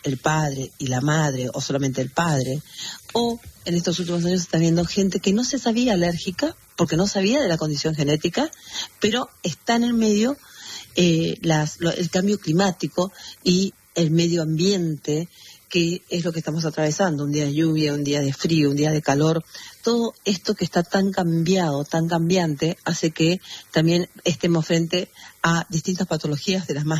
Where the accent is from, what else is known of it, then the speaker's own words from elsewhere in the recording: Bellavista, Corrientes, Argentina; En realidad es ciudad, yo le digo pueblo, pero es ciudad. Yo estoy en Bellavista, Corrientes, ocasionalmente, pero trabajo en Buenos Aires, obvio.